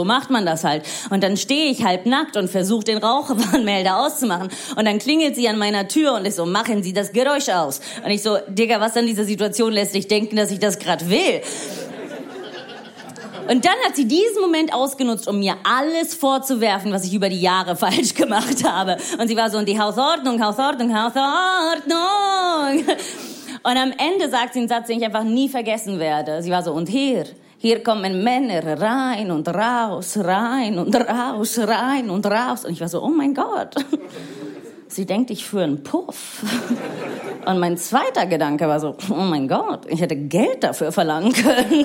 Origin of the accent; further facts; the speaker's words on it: Rome, Lazio, Italy; German is a second language; ich bin in Rom aufgewachsen, ich bin Italienerin und ich weiß, ihr seid gerade alle unfassbar stolz auf mein Deutsch.